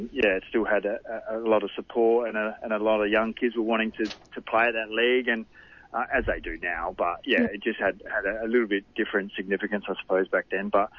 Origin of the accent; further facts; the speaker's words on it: Port Adelaide, South Australia, Australia; I was born and bred in Port Adelaide, and growing up supporting the club